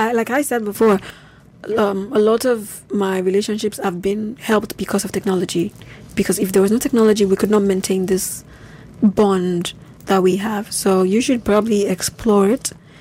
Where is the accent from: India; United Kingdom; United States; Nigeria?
Nigeria; now in Germany